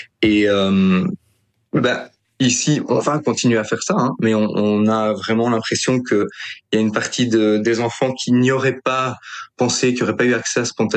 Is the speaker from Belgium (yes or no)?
yes; Gosselies, Wallonia, Belgium; j'ai grandi à Gosselies, dans la région de Charleroi